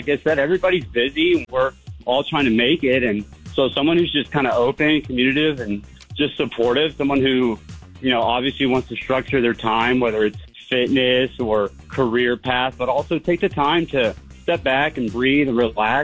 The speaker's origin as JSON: {"language": "English", "town": "Fort Worth", "region": "Texas", "country": "United States", "tie": "born or raised there", "said": "I'm 38. I'm from Fort Worth. Grew up in Texas, native Texan"}